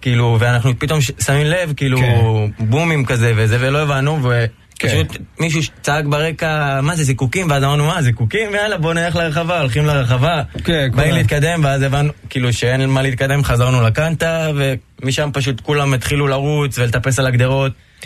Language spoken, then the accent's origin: Hebrew; Petah Tikva, Central District, Israel; אני מפתח תקווה